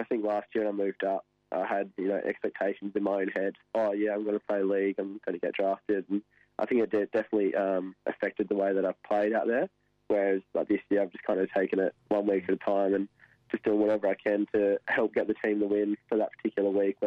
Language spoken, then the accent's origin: English; Bunbury, Western Australia, Australia; moved away as an adult; now in Perth, Australia; I've been born and raised in Bunbury up until moved up just before last season. I've been in Bunbury ever since. Been in Bunbury up until moved to Perth.